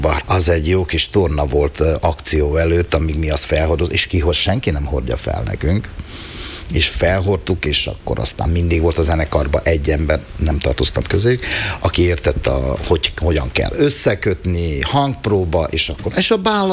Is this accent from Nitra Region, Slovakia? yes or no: no; Malé Trakany, Košice Region, Slovakia; én kistárkányi származású vagyok